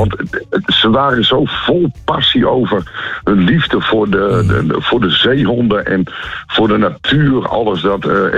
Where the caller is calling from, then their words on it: Groningen, Netherlands; Wij zijn Groningers.